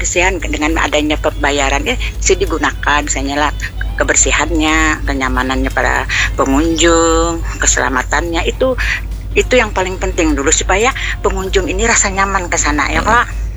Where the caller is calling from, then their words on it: Banjarmasin, South Kalimantan, Indonesia; kami itulah sebagai warga Banjarmasin